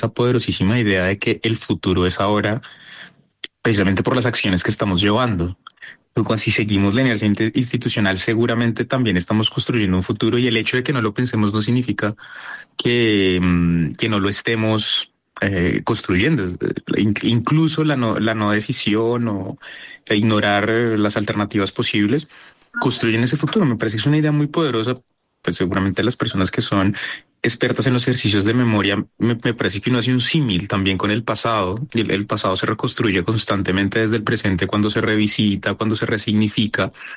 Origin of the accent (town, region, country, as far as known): Colombia